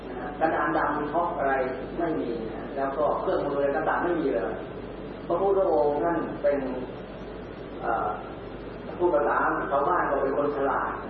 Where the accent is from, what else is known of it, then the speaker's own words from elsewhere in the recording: Suphan Buri, Thailand; ผมเป็นลูกศิษย์วัดบ้านผมอยู่สุพรรณผมพ่อมาฝากวัดไว้ที่วัด